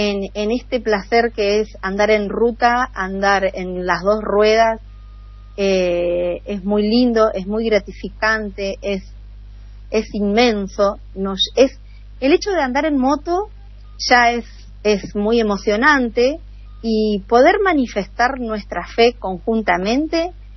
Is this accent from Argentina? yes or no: yes; Santo Tomé, Santa Fe, Argentina; Bueno, soy de Santo Tomé, Santa Fe … mamá de tres chicos y un nieto.